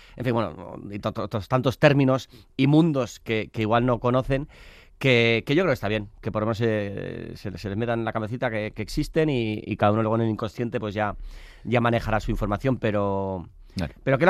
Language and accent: Spanish; San Sebastián, Basque Country, Spain